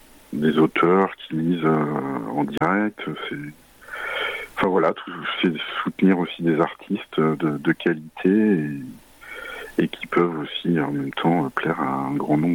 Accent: Occitanie, France; les vents qui rendaient fous les bergers, justement, chez nous en Lozère et sur le Mont Lozère.

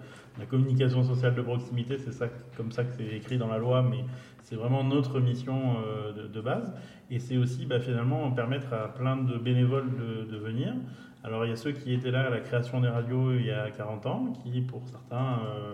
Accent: Occitanie, France; mais comme chez moi, en Lozère

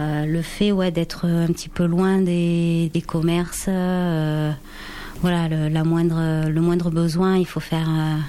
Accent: Nouvelle-Aquitaine, France; now in Gavarnie, France; On vient de Gironde. Voilà, on travaillait dans le milieu scolaire. On était gestionnaire de restaurants scolaires dans une petite ville près de Bordeaux.

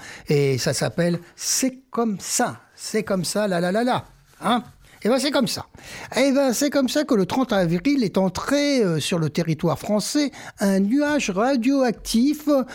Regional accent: Lyon, Auvergne-Rhône-Alpes, France; chez nous, à Lyon.

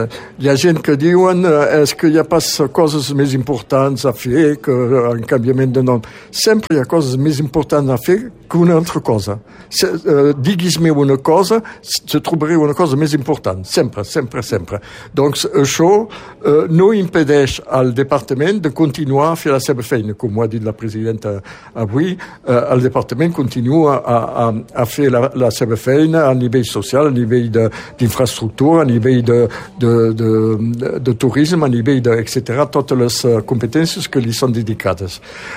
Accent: Occitania, France

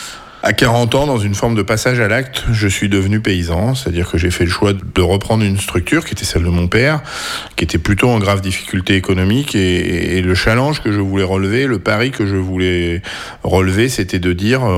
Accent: Nouvelle-Aquitaine, France; Ici, localement, on m'appellerait un galop-chenot, hein, dans le dialecte local. Moi, je suis né ici, dans le Marais, sur une zone de plaine aussi, et je suis né là, je suis tombé dedans quand j'étais petit.

